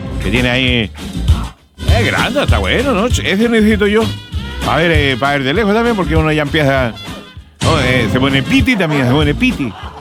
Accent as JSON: {"language": "Spanish", "country": "Chile", "said": "¿somos o no somos solidarios o somos medios picarones los chilenos?"}